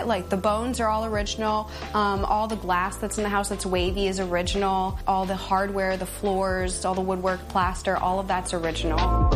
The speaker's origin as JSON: {"language": "English", "region": "Nebraska", "country": "United States", "said": "For me, I'm from Nebraska and I'd never been exposed to anything like this down here."}